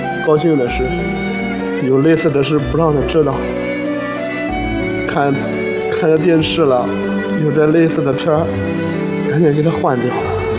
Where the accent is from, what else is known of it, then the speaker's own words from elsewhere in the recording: Jinan, Shandong, China; 来自山东省济南市济阳县仁凤镇石家码头村